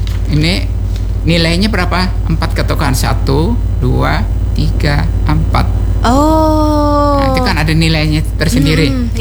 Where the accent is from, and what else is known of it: South Kalimantan, Indonesia